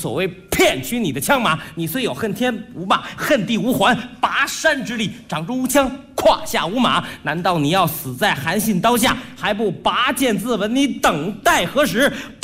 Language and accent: Chinese; Beijing, China; accent: Beijing dialect; 用我们北京话